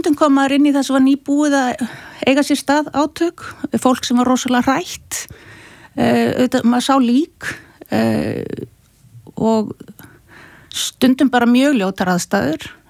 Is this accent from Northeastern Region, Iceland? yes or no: yes; Akureyri, Northeastern Region, Iceland; Og við erum alveg upp á Akureyri, við erum einn eldri bróður líka